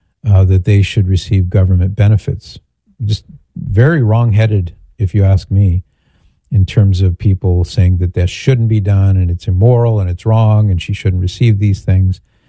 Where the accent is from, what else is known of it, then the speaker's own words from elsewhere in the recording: California, United States; Now, I'm from California, Rose, but I don't know where Bay Point is.